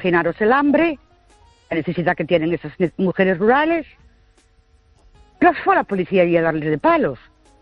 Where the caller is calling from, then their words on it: Ourense, Galicia, Spain; soy … de Ourense.